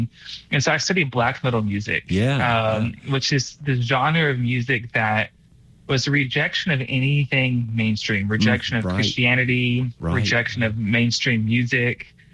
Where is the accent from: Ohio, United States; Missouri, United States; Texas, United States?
Texas, United States; Austin; It's a question I get asked a lot because I'm from Texas.